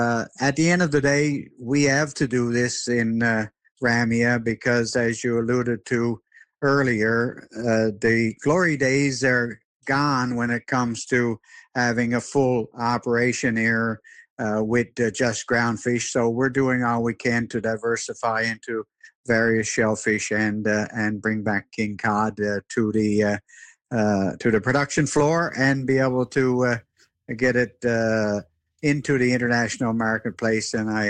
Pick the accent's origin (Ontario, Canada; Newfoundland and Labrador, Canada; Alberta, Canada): Newfoundland and Labrador, Canada; growing up in the Straits of Belle Isle and in throughout Newfoundland.